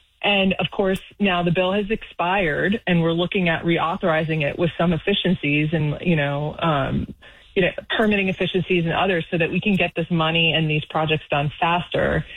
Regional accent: Pennsylvania, United States; we were talking about Valley Forge National Park because I grew up in Pennsylvania, and everyone has that connection to their local park, right?

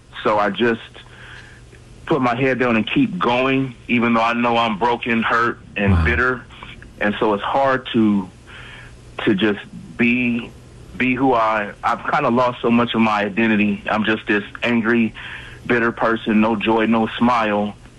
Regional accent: California, United States; I'm from California. I was diagnosed a few years ago back in California.

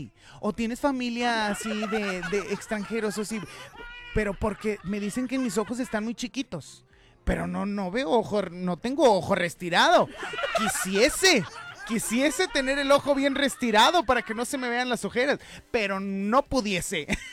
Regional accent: Monterrey, Nuevo León, Mexico; así somos los regiomontanos. Somos bien inventados.

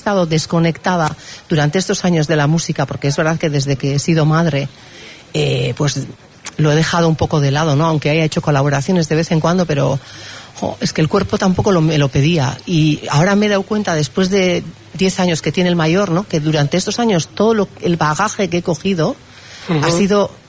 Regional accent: Basque Country, Spain; Yo creo que soy muy euskaldun, pero ¿cómo voy a renegar de mis raíces castellanas? Es que me siento castellana también, sí.

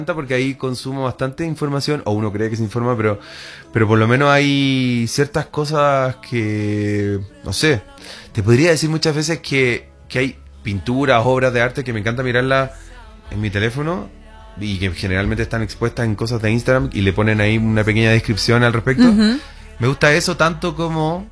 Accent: Santiago, Santiago Metropolitan Region, Chile; Entonces yo siempre tendría que decir, o lo más probable es que diga vengo de Santiago de Chile.

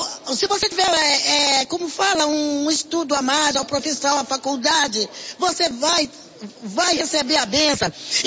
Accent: São Paulo, Brazil; Eu venho da Zona Norte, mando aqui em São Paulo.

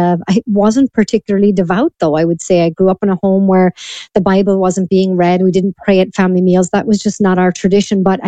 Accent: Ireland; as an Irish woman

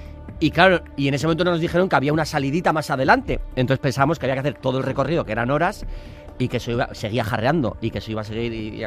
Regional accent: San Sebastián, Basque Country, Spain; O sea, yo soy de Donosti, soy hombre de mar, o sea, yo he nadado toda mi vida.

